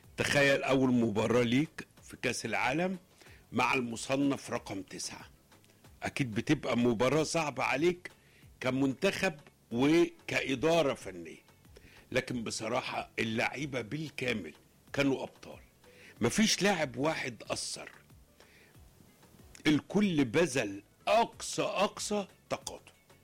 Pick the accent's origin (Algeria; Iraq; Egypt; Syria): Egypt; لكن الكل خرج من المباراة كمصري كان فرحان بالأداء